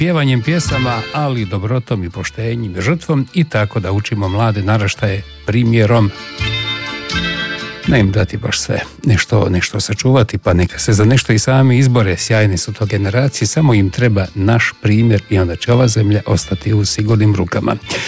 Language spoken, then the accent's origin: Croatian; Slavonia, Croatia; now in Zagreb, Croatia; ponovit ću kao Slavonac 40 godina u Zagrebu